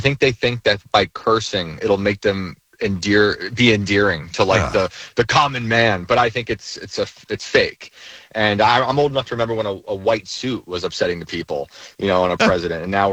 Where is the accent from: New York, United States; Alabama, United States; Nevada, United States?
New York, United States; now in West Virginia, United States; And I live in a really awesome area of West Virginia. I love West Virginia. I'm from New York originally.